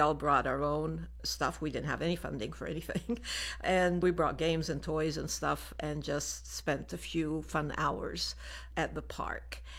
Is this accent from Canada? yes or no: no; Lebanon; moved away as an adult; also born or lived in United States; I was born to a Lebanese family in the United States, but I grew up in Lebanon. So I was there from the age of 6 till practically the age of 25.